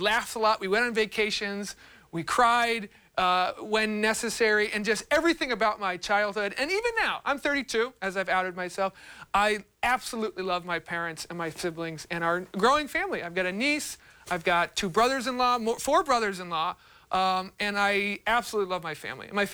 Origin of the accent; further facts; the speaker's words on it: Milwaukee, Wisconsin, United States; born there; also born or lived in Massachusetts; She met my father at Marquette University in Milwaukee, Wisconsin, which is where I was born. Little known fact about me, I was born in St. Francis Hospital on the feast of St. Francis.